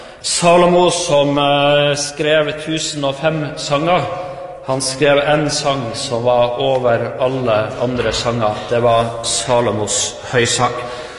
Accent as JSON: {"language": "Norwegian", "town": "Karvikhamn", "region": "Troms", "country": "Norway", "said": "Jeg kommer ifra Troms, hvor jeg er litt av bygd som heter Karvikhamn."}